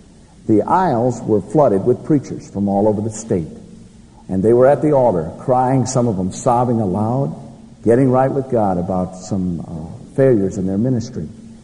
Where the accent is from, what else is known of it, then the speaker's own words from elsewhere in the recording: Winston-Salem, North Carolina, United States; But I had an uncle that came for a special occasion to my hometown and went to a barber. And he said, what kind of industry do they have here in Winston-Salem?